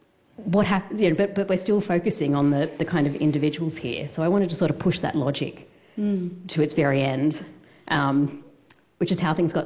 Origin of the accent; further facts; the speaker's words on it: Sydney, New South Wales, Australia; I am from Sydney, which is sort of the epicentre of the housing crisis, if you like.